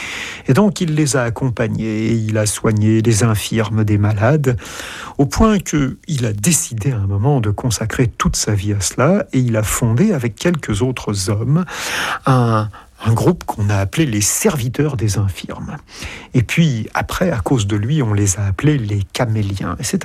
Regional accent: France; Bien sûr, je suis français

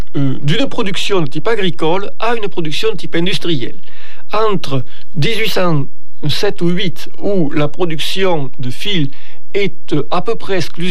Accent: Occitanie, France; Donc la seule filature de soie fonctionnant actuellement en Europe communautaire se trouve chez nous, en France, dans les Cévennes.

